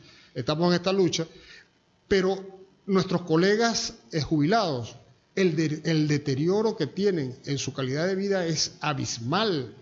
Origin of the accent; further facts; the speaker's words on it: Venezuela; nos lo merecemos todos como venezolanos